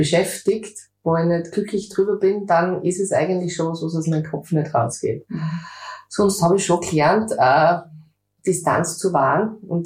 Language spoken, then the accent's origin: German; Fürstenfeld, Styria, Austria; Ich bin eine echte Fürstenfelderin. Durfte noch in Fürstenfeld im Krankenhaus geboren werden. Das heißt, gibt's heute nicht mehr die Geburtenstation, aber ich bin eine echte Fürstenfelderin.